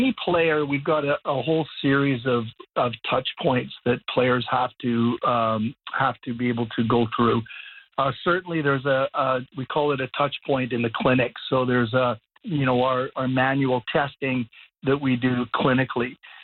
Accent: Cranbrook, British Columbia, Canada; I grew up in Cranbrook

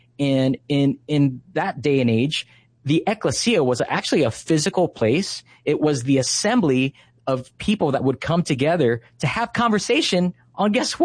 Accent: Hawaii, United States; I'm born and raised on Maui. I'm a local boy here. And we started the chapter out of Maui.

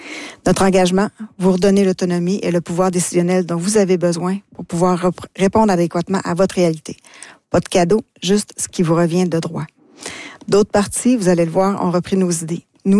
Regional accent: Quebec, Canada; Je suis native de la région du Témiscouata, en fait. J'ai grandi là, j'ai fait ma place dans la région aussi.

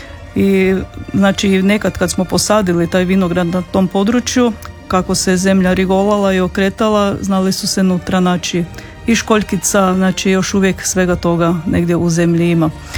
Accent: Hrvatsko Zagorje, Croatia; Ja sam iz Hrvatskog Zagorja.

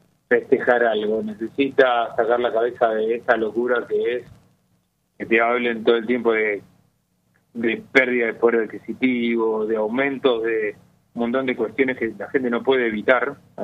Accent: Argentina; somos todos argentinos

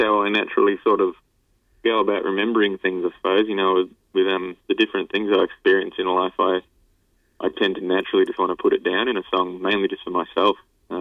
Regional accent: Dubbo, New South Wales, Australia; also born or lived in Bourke; I grew up, I was born in Bourke, mate, but I mainly grew up in Dubbo, in the central west of New South Wales there, and I grew up raised by a couple of school teachers, big agricultural district, and went to school here

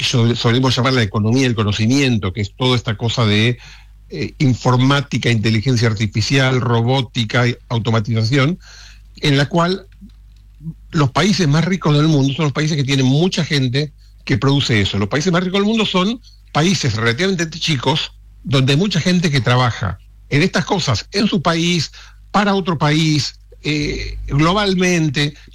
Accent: Argentina

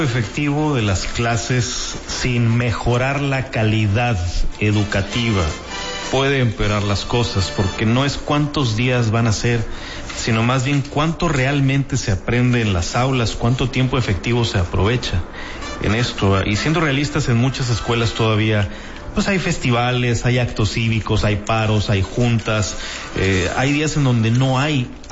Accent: Mexico; Pues, bueno, como mexicano y como padre de familia, mi conclusión es que el calendario por sí solo no va a arruinar ni va a salvar la educación mexicana.

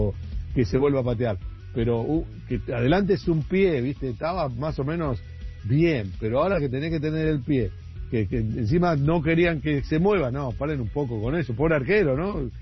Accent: Argentina; yo como argentino

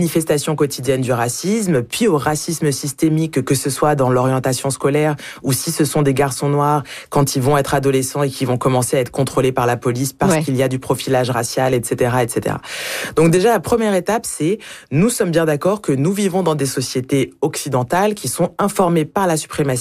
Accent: France; born there; moi je suis née sous X en France

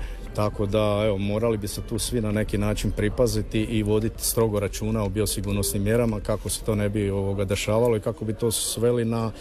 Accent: Croatia

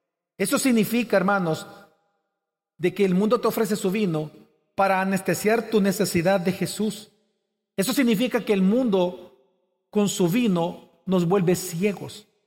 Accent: El Salvador

